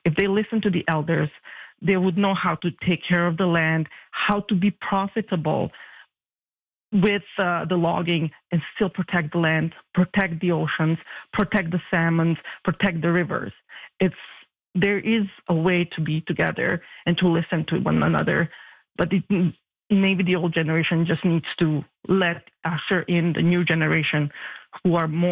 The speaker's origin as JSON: {"language": "English", "country": "Bosnia & Herzegovina", "moved": "yes", "lives_now": "Vancouver, Canada", "said": "I came to Canada as a refugee from the Bosnian War, and it was through a program called Settlement Canada"}